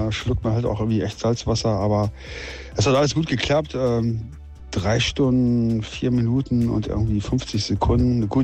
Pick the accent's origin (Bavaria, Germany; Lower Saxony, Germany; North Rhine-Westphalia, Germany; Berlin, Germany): North Rhine-Westphalia, Germany; so als Westfale